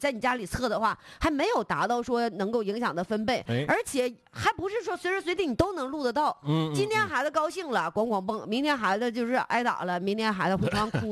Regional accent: Northeast China, China

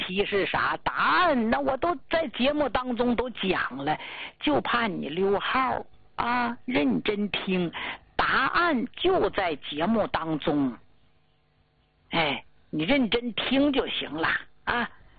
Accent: Northeast China, China

